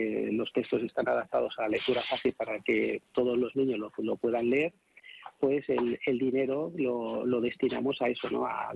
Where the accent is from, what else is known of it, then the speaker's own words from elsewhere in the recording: Cornellà de Llobregat, Catalonia, Spain; Nosotros somos de Cornellà, de Llobregat.